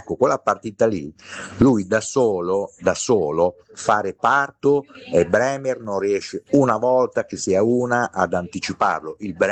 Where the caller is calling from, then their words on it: Bologna, Emilia-Romagna, Italy; Io sono di Bologna, l'ho visto giocare parecchie volte